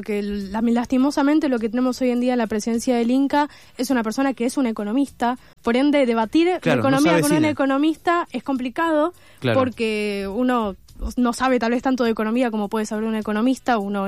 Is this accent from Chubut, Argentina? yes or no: no; Buenos Aires, Argentina; nosotros no tenemos mucha idea como porteños